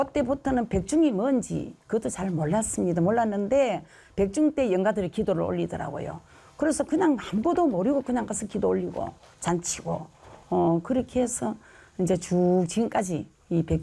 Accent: Cheongsong, North Gyeongsang, South Korea; moved away as an adult; now in Pohang, South Korea; 저는 청송이고 여기는 포항인데

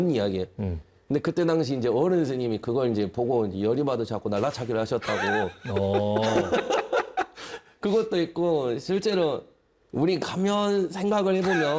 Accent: South Jeolla, South Korea; 제가 전라남도 사람이잖아요.

